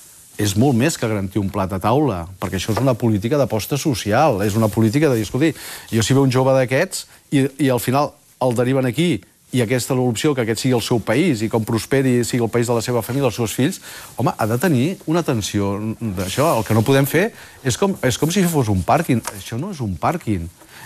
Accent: Catalonia, Spain; born there; jo he nascut a Catalunya

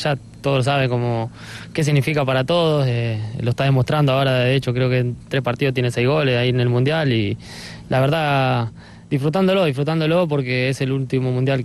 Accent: Argentina; Sí, sí, me hablan, me cargan porque somos argentinos y nosotros lo defendemos a muerte

